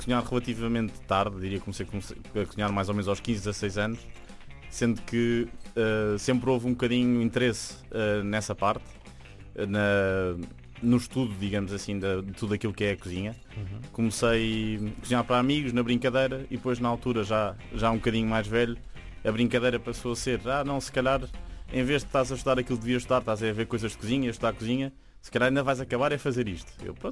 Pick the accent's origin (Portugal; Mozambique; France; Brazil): Portugal; Lisbon; also born or lived in Madrid; Então sou aqui de Lisboa mesmo, sendo que vivi metade da minha infância em Madrid